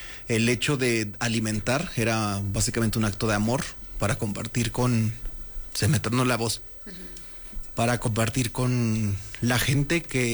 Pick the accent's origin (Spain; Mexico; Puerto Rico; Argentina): Mexico; Ayutla de los Libres, Guerrero; Soy del estado de Guerrero.